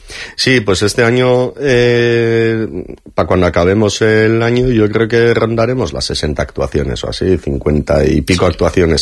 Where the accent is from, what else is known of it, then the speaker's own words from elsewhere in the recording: Eibar, Basque Country, Spain; Tenemos la mayoría de los miembros de … somos de Eibar, pero no todos.